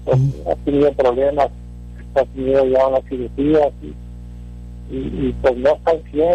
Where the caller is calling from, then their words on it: Reynosa, Tamaulipas, Mexico; de Reynosa, pastor.